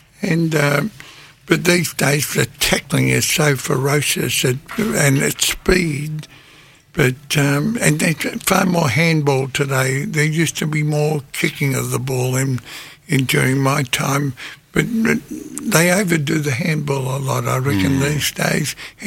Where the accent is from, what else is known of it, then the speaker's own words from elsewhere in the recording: Melbourne, Victoria, Australia; I grew up in West Heidelberg